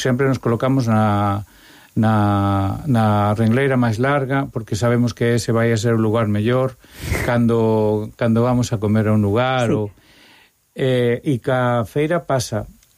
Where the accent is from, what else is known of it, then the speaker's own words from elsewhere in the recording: Santiago de Compostela, Galicia, Spain; eu son de Santiago e teño que comer fora